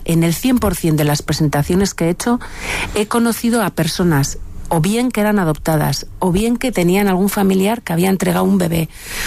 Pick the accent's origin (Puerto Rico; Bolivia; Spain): Spain; San Sebastián, Basque Country; Yo soy de San Sebastián